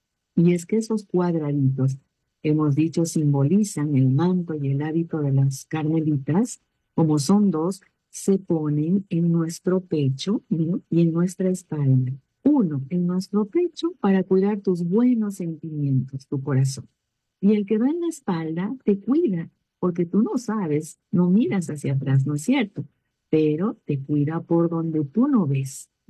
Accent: Peru; Decimos, somos peruanos.

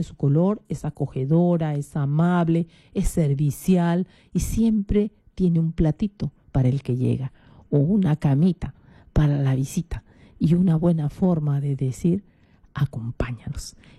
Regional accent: Peru

